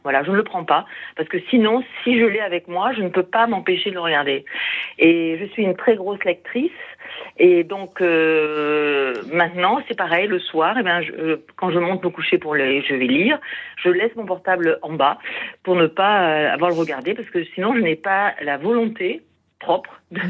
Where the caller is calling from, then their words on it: Nouvelle-Aquitaine, France; moi j'ai 64 ans et j'habite en Dordogne pendant des années, j'ai 4 enfants adultes